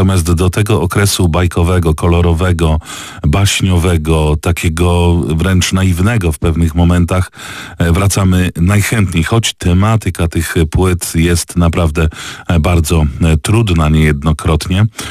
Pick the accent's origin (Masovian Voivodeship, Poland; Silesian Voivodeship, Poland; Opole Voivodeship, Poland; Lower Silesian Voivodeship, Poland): Opole Voivodeship, Poland; pochodzę z małej wsi w gminie Pawłowiczki